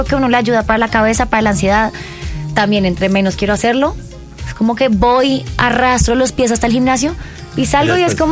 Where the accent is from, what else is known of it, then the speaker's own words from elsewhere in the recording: Colombia; todos como colombianos crecimos oyendo